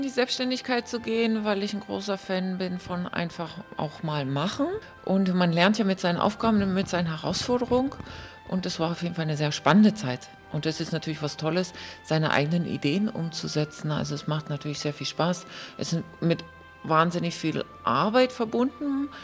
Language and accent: German; Saxony, Germany; born there; Weil die Heimat eben auch sehr schön ist und ich gebürtige Sächsin bin.